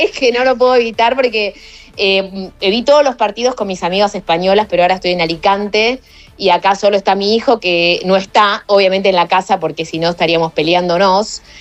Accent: Argentina; born there; a pesar de que nací en Argentina, me siento muy española

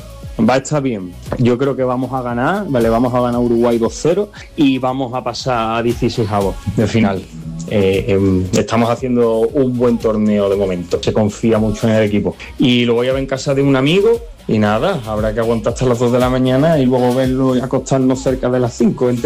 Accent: Andalusia, Spain; accent: Andalusian; now in Madrid, Spain; Y nada, si no entendéis por mi acento andaluz, podéis poner subtítulos.

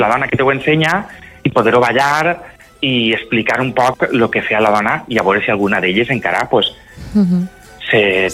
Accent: Meliana, Valencian Community, Spain; jo vivia a Meliana, soc de Meliana, com saps, i allí n'hi havia un grupet, un altre grupet en Montcada

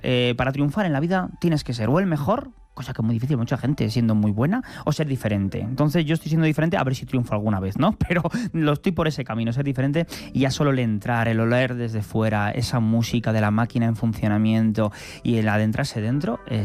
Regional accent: Castile and León, Spain; Yo soy de Tizneros, un pueblo de Segovia, ¿entiendes?

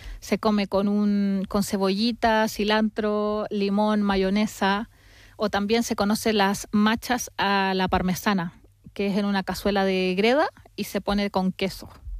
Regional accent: Concepción, Biobío, Chile

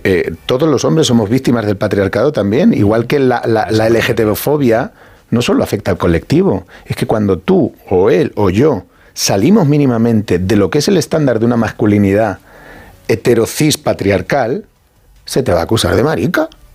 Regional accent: Getafe, Community of Madrid, Spain; yo y vivo en Getafe, en la casa en la que nací, con lo cual yo reivindico Getafe por un montón de razones.

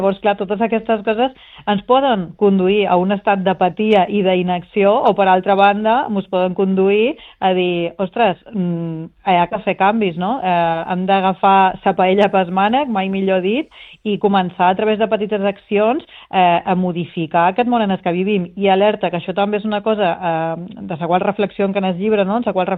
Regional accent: Ibiza, Balearic Islands, Spain; a una illa petita, jo soc d'Eivissa

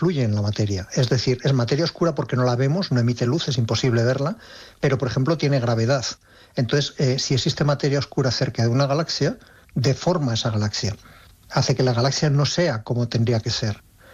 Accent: Ávila, Castile and León, Spain; Sí, yo soy de Ávila y en Ávila tenemos unos cielos envidiables

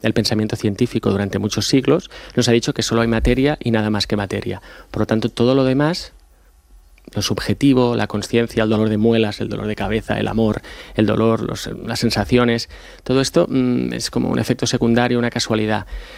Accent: Barcelona, Catalonia, Spain; now in Alicante, Spain; aunque yo soy de Barcelona, pero ya hace casi 10 años que estoy

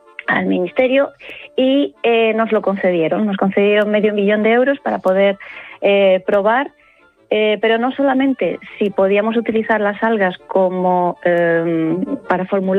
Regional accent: Murcia, Region of Murcia, Spain; soy murciana. Tengo nací en Murcia, crecí toda mi infancia pasando los veranos en los Urrutias, a las orillas del Mar Menor

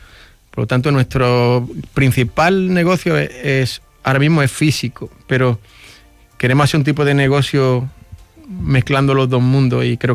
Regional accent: Palma del Río, Andalusia, Spain; now in Málaga, Spain; originariamente somos de Palma del Río, de Córdoba.

